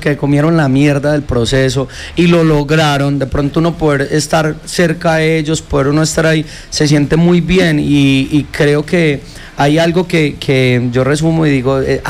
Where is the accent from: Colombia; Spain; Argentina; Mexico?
Colombia; El Santuario, Antioquia; Yo soy del Santuario Antioquia.